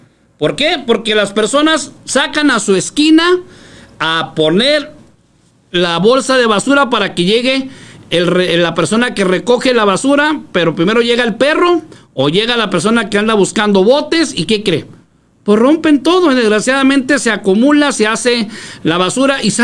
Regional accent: Ciudad Juárez, Chihuahua, Mexico; also born or lived in Mexico City; Ni yo no nací en Juárez, señora, yo nací en México, aquí me crié.

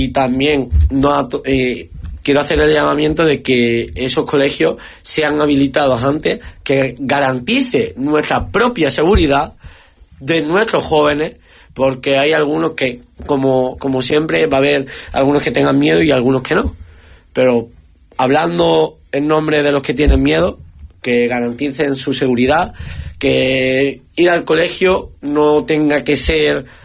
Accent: Ceuta, Spain; los 82.000, 83.000 habitantes que somos de Ceuta ya hemos demostrado por la fuerza, por las situaciones, hemos demostrado que somos españoles, pero más españoles que los propios que viven en la península.

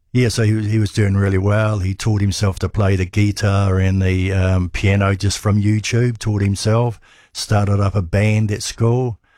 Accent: Christchurch, Canterbury, New Zealand; Born in Christchurch. Lived in Redwood, went to Papanui High School, done all that stuff, and played a lot of sport there when I was younger.

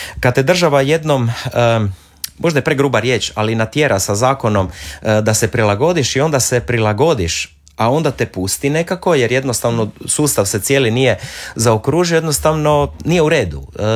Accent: Istria County, Croatia; dolazim iz Istarske županije

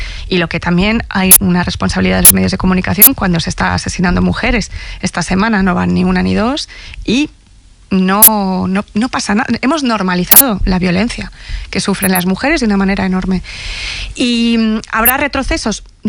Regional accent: Barcelona, Catalonia, Spain; moved away as an adult; also born or lived in Buenos Aires; now in Madrid, Spain; yo, por más que nací en Buenos Aires, he crecido en Barcelona prácticamente toda mi vida hasta que me vine aquí a Madrid.

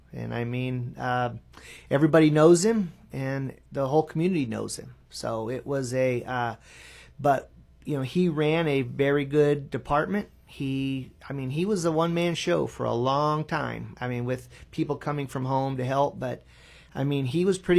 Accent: Stockton, California, United States; East, northeast of Stockton. I went to the Linden Unified School District.

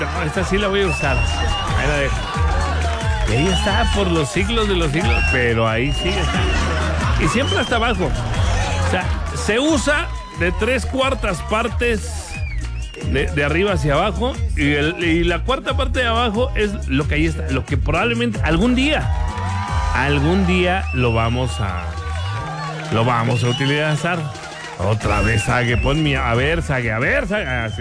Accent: Durango, Mexico; Soy duranguense, aquí nomás en la mejor 92.7.

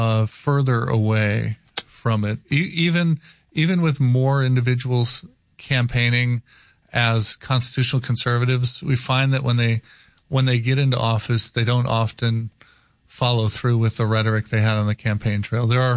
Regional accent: Wisconsin, United States; my home state of Wisconsin

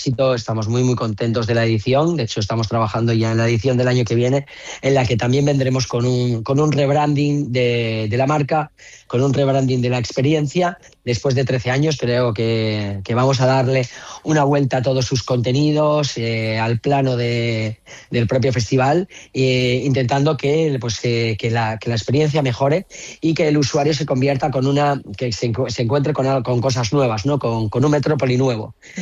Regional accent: Asturias, Spain; nosotros somos asturianos, lo llevamos en el corazón y en el ADN.

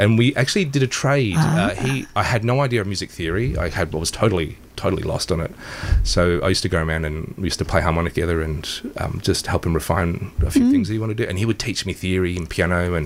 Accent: Melbourne, Victoria, Australia; No, I grew up in Baldwin, just over the road.

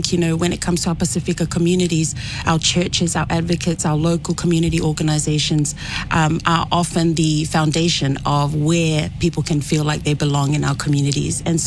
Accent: Fiji; I come from Fiji myself, and so I would challenge, you know, our schools, our workplaces, to incorporate culture where you can

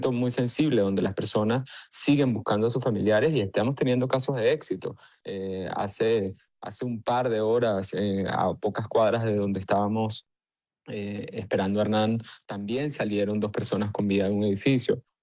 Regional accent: Venezuela; como un venezolano de 31 años

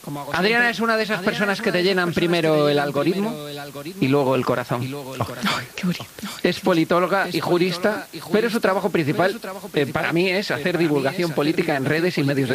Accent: Tenerife, Canary Islands, Spain; born there; Es que yo nací en Tenerife.

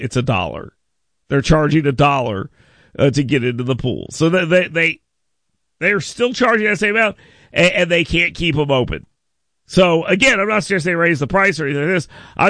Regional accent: Florida, United States; now in Birmingham, United States; when I was growing up in Florida

